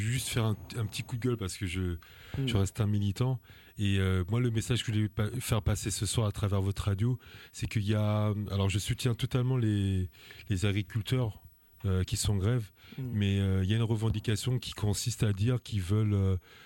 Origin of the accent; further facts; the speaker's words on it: France; born there; also born or lived in Guadeloupe; je suis un Guadeloupéen, je suis né en France. Donc, je suis né en France avec les valeurs liberté, égalité, fraternité. Je suis d'origine guadeloupéenne avec les valeurs de solidarité, d'humanisme.